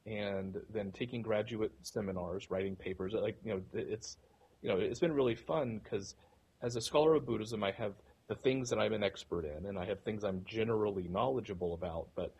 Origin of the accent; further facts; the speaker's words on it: Lynchburg, Tennessee, United States; My hometown is Lynchburg, Tennessee, where Jack Daniel's whiskey comes from. And so I grew up with Southern American Christianity.